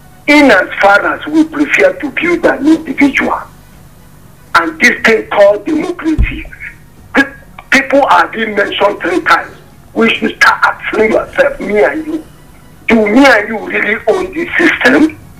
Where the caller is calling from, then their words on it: Nigeria; I'm calling you from Angorogo.